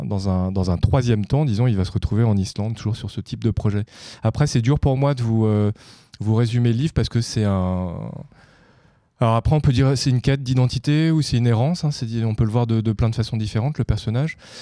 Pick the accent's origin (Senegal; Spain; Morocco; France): France; now in Canada; Donc, je suis français d'origine coréenne, j'ai émigré au Québec il y a une dizaine d'années.